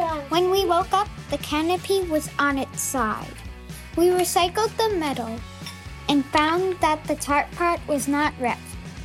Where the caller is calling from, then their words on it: Chicago, Illinois, United States; from Chicago, Illinois.